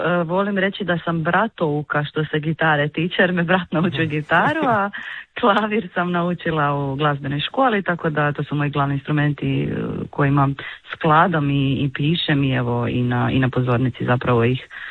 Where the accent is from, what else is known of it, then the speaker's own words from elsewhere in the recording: Đurđevac, Koprivnica-Križevci County, Croatia; now in Zagreb, Croatia; dolazim inače originalno iz Đurđevca, odnosno sa sjevera, to je Podravina, ali sam dugi niz godina, nećemo reći koliko, već u Zagrebu.